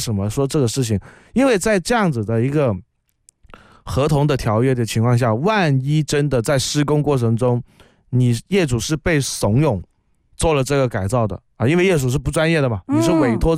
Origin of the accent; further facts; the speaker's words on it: Guangdong, China; accent: Cantonese; first language Cantonese; 我们广东话说要卖冬瓜豆腐